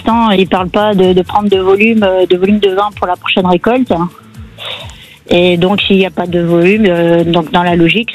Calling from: Nouvelle-Aquitaine, France; Charente-Maritime.

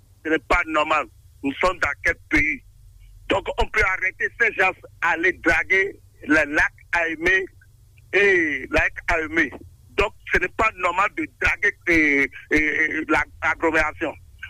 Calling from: Togba, Atlantique, Benin; Je vous appelle de Togba.

